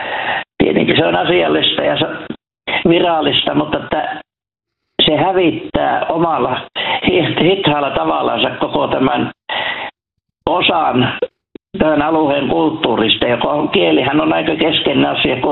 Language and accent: Finnish; Lapland, Finland; accent: Western Lapland dialect; minun kotikylällä sinne Matilanpalhoon